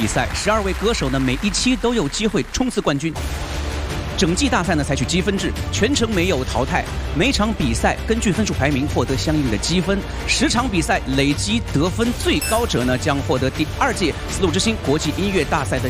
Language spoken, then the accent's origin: Chinese; Xi'an, Shaanxi, China; 必须承认我的家乡，我很自豪。